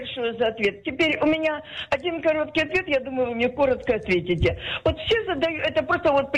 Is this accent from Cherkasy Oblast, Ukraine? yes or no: no; Luhansk, Luhansk Oblast, Ukraine; Я из Луганска.